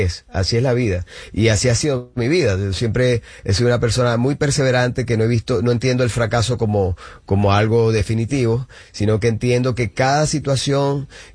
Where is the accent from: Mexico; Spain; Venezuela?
Venezuela; Maracaibo, Zulia; Sí, voy a ir a mi tierra natal, Maracaibo, vamos a Caracas.